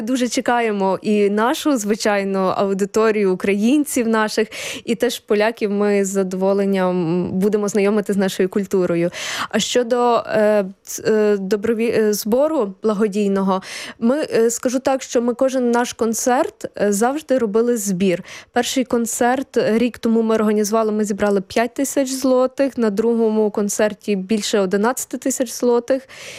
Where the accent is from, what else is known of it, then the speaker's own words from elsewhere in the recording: Ternopil Oblast, Ukraine; moved away as an adult; also born or lived in Kyiv; now in Warsaw, Poland; Я сама із Тернопільської області родом, але я вже в Києві спочатку навчалась, потім працювала, і відповідно я вже там була.